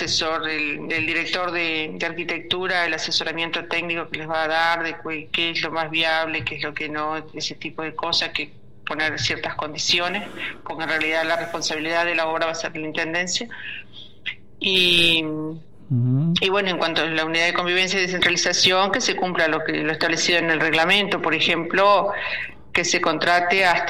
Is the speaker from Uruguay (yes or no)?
yes; Uruguay; somos así los uruguayos, somos un poco apáticos